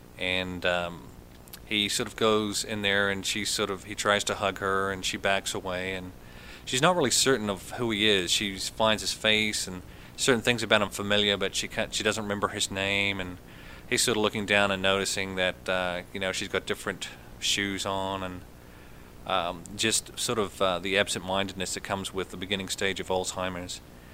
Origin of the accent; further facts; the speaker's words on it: New Zealand; born or raised there; now in Nashville, United States